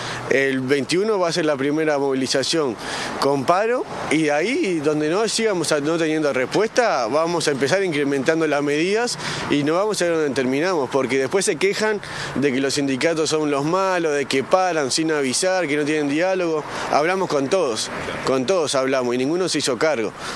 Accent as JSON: {"language": "Spanish", "country": "Uruguay", "said": "nosotros como uruguayos"}